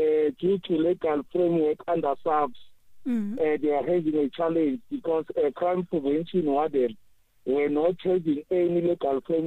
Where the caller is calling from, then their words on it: Mpumalanga, South Africa; I'm from Mpumalanga.